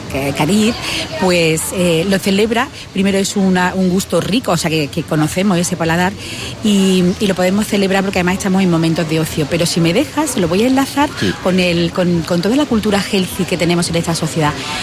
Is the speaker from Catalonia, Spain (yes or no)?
no; Granada, Andalusia, Spain; Nosotros pasamos nuestra infancia en la Chana, en las Torres. Ahora desde la Rosaleda vemos el lugar donde mi hermano y yo jugábamos de pequeño.